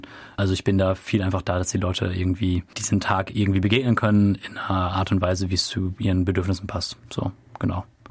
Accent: Lower Saxony, Germany; moved away as an adult; also born or lived in Bielefeld / Cologne / Bremen / Copenhagen; now in Leipzig, Germany; Ich komme aus dem Emsland, Bielefeld Bachelor gemacht, dann habe ich in Köln 2 Jahre noch gearbeitet

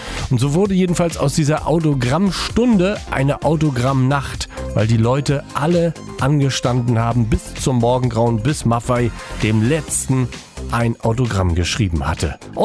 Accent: Rostock, Mecklenburg-Vorpommern, Germany; Ich als geborener Rostocker hatte da ja auch eine sehr bewegte Zeit. 1986, ich war 15, das haben sie mittlerweile mitgekriegt, wurde 16

